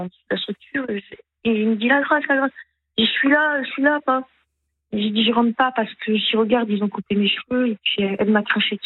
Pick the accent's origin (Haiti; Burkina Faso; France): France; Je veux dire, pourtant, je suis française, hein, je veux dire, j'ai des papiers et tout.